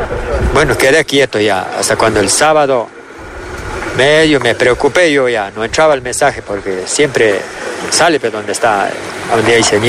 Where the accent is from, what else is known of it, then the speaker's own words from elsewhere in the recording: Las Pampas parish, Cotopaxi, Ecuador; Nosotros somos de la Cotopaxi, de la Cantón Sixios, Parroquia Las Pampas.